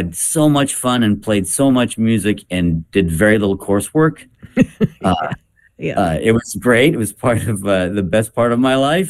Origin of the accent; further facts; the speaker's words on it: Toronto, Ontario, Canada; moved away as an adult; also born or lived in Rochester, New York / Denton, Texas / North Carolina; now in Ohio, United States; Well, I grew up in Toronto, Canada. And I finished high school in Toronto and then went to college in Rochester, New York at the Eastman School of Music.